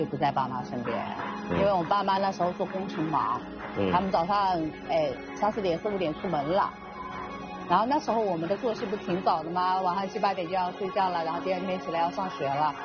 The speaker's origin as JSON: {"language": "Chinese", "town": "Qingtian", "region": "Zhejiang", "country": "China"}